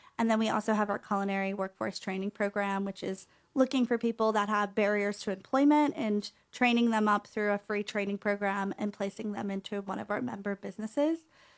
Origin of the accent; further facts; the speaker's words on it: Ohio, United States; now in Austin, United States; I'm from Ohio.